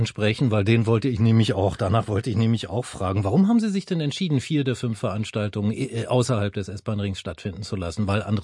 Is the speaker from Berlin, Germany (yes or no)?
yes; Berlin, Germany; sag ich als Berliner Neuköllner.